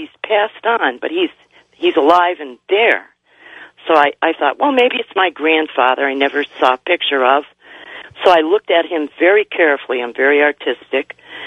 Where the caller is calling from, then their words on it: Manchester, Connecticut, United States; I'm from Manchester, Connecticut. Yeah. Now, I'm 64 and a half.